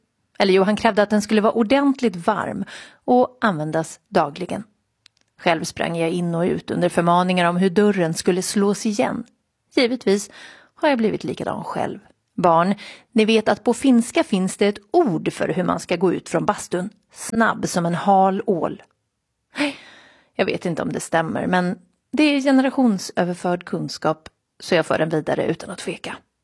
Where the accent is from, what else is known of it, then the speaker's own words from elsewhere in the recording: Buenos Aires, Argentina; Swedish is a second language; Och min hemstad Buenos Aires är tyvärr inte bättre.